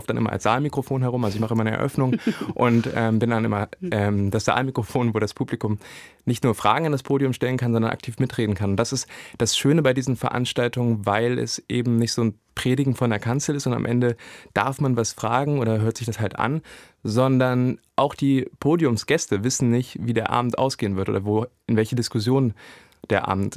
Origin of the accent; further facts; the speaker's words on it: Saxony-Anhalt, Germany; Ich meine, ich komme aus Sachsen-Anhalt